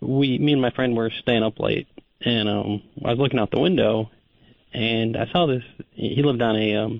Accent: Michigan, United States; now in Austin, United States; I grew up in Michigan

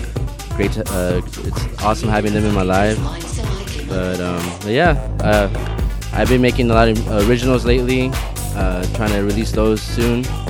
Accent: Los Angeles, California, United States; born there; now in Rialto, United States; I was born in Los Angeles and currently live in Rialto.

